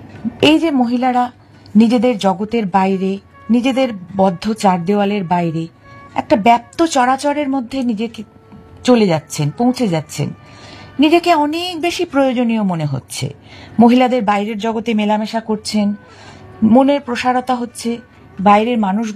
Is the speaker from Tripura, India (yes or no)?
no; Jalpaiguri, West Bengal, India; আমি নিজে ছোটবেলায় যেহেতু জলপাইগুড়িতে জন্ম বেড়ে ওঠা, তাই চিরকাল ডুয়ার্সে জঙ্গলে এবং পাহাড়ে ঘুরে বেড়িয়েছি।